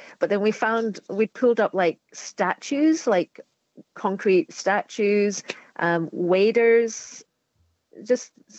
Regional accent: Scotland, United Kingdom; also born or lived in Hobart, Australia; Look, it's growing up in the Scottish Highlands, it's just so easy. Much like Tassie, it's just on your doorstep.

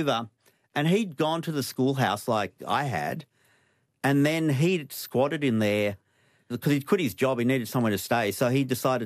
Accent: Australia; accent: Australian; he couldn't understand my Australian accent.

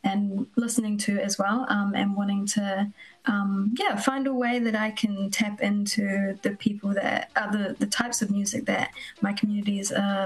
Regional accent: New Zealand; I feel like as well, growing up in New Zealand and being a young female, Kate Shepherd was the woman's advocate that got the woman's right to vote in New Zealand

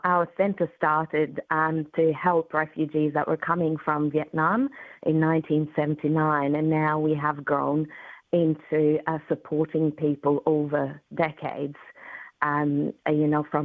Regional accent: Kosovo; also born or lived in Albania; now in Australia; So, yeah, I moved into the neighbouring country from Kosovo to Albania and became refugees there.

